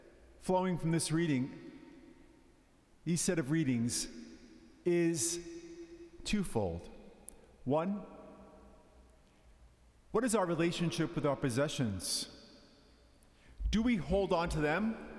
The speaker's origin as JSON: {"language": "English", "country": "Ireland", "said": "me being Irish"}